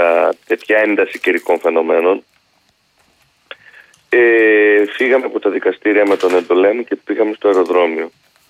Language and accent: Greek; Thessaloniki, Central Macedonia, Greece; γιατί εγώ είμαι δικηγόρος από τη Θεσσαλονίκη.